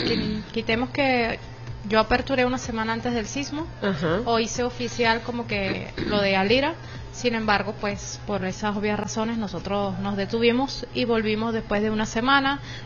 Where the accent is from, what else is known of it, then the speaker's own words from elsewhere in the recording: Venezuela; born there; also born or lived in Syria; yo nací en Siria. Me vine a Venezuela a mis 7 años.